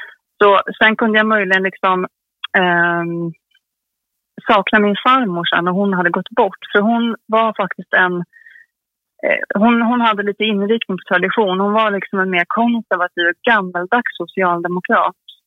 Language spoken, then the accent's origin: Swedish; Örebro, Örebro County, Sweden; moved away as an adult; also born or lived in Skåne; Jag bor i Örebro. Jag är uppvuxen i Örebro, har bott där hela barndomen och flyttade sen för studier. Så sen har jag bott på några olika städer i Sverige.